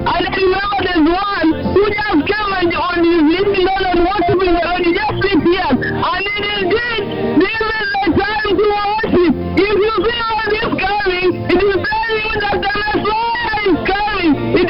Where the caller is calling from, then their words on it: Thika, Kiambu County, Kenya; Yes, I'm calling you from Mount Kenya University, Thika, main campus here in Thika.